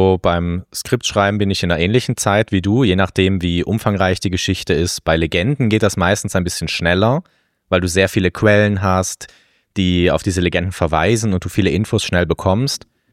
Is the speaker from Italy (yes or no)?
yes; Trentino-Alto Adige, Italy; nehme ich euch mit in meine Heimat nach Südtirol